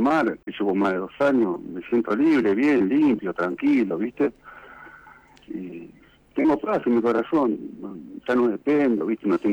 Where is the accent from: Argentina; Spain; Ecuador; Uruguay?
Argentina; Buenos Aires; Yo soy de Buenos Aires.